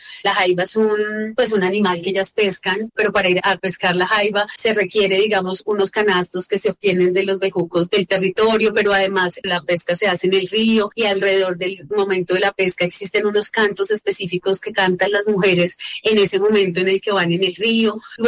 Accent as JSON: {"language": "Spanish", "country": "Colombia"}